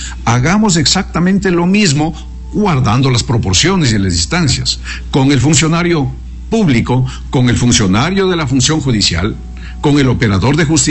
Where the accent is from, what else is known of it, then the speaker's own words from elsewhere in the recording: Ecuador; Como ecuatorianos deberíamos esperar es que no sea necesaria ninguna purga, especialmente en la justicia